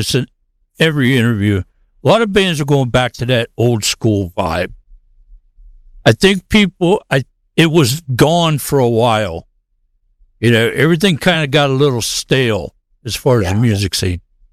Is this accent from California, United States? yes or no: yes; California, United States; I grew up in California during the 80s hair metal explosion.